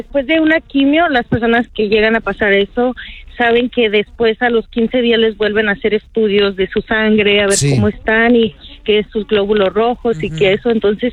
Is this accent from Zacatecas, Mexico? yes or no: yes; Zacatecas, Mexico; now in Moreno Valley, United States; yo soy originaria de Zacatecas y soy de Moreno Valley.